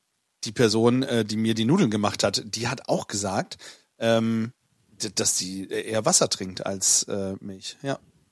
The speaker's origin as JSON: {"language": "German", "region": "Bremen", "country": "Germany", "said": "St. Pauli ist mir natürlich auch als Bremer natürlich besonders lieb."}